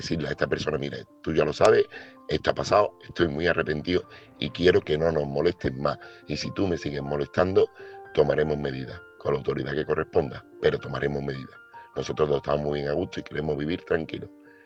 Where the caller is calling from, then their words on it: Seville, Andalusia, Spain; corresponsal de Sevilla